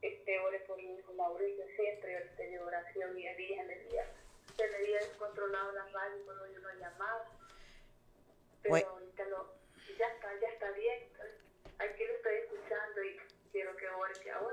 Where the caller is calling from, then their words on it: Usulután, El Salvador; yo soy de aquí de Palomilla, Guacho.